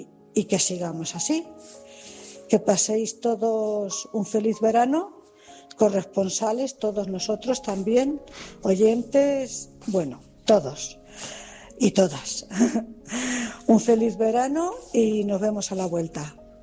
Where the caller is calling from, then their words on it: Cuenca, Castilla-La Mancha, Spain; corresponsal de Cuenca.